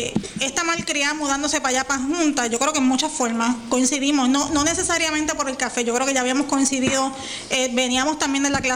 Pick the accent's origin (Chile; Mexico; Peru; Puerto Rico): Puerto Rico; Maricao; soy originalmente de Maricao, nací en Maricao, soy de esas pocas personas nacidas en Maricao, y en Maricao no nace nadie. Así que maricaeña, bien, con mucho orgullo. El pueblo o uno de los pueblos del café.